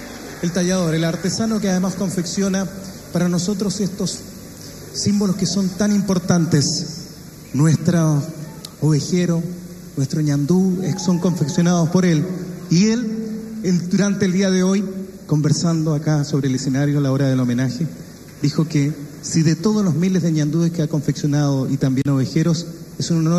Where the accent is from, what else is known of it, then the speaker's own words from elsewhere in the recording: Magallanes and Chilean Antarctica, Chile; el cariño además que tenemos los magallánicos por